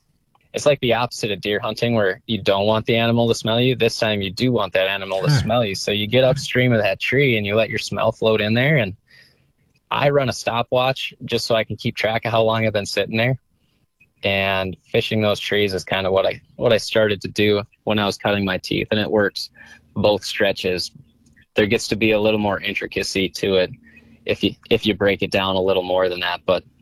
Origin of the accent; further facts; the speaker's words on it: Moorhead, Minnesota, United States; You know, I grew up in Moorhead and I think I turned maybe 13 years old